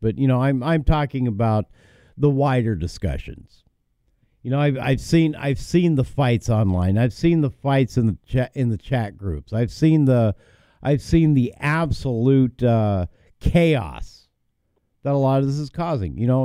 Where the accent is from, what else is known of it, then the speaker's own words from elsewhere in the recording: United States; you know, I'm an American.